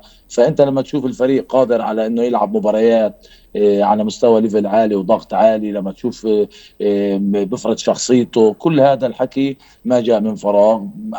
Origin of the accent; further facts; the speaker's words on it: Palestine; لنا كفلسطينيين